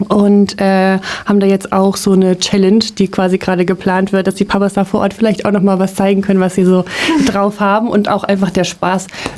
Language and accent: German; Rotenburg an der Fulda, Hesse, Germany; Ich komme aus Rothenburg